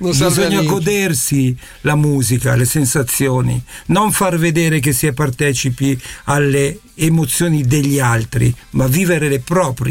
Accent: Parma, Emilia-Romagna, Italy; now in Los Angeles, United States; perché vengo da Parma.

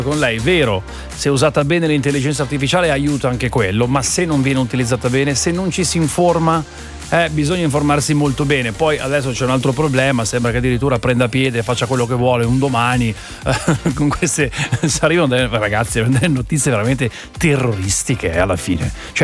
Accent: Udine, Friuli-Venezia Giulia, Italy; io sono di Udine, li conosco tutti, capisci?

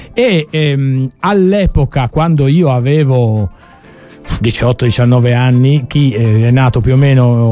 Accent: Northeast Italy, Italy; io sono insomma del nord-est, si migrava molto, perché dalle mie parti non è che ci fosse molto da divertirsi, quindi Trieste oppure Padova

